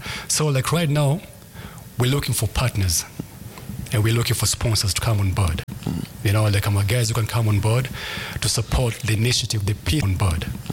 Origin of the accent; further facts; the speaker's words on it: Kenya; The same way we Kenyans, we need to be proud of who we be.